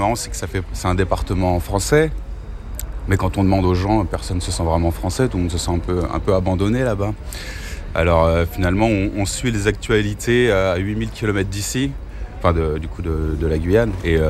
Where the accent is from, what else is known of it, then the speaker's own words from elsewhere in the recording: Nouvelle-Aquitaine, France; now in Dordogne, France; J'ai grandi un peu à la campagne, vers Angoulême, en Charente.